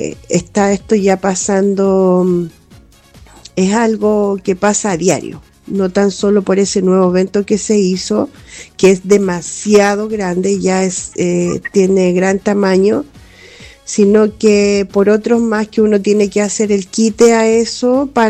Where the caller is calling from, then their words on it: San Vicente de Tagua Tagua, O'Higgins, Chile; yo soy de la Avenida del Cristo.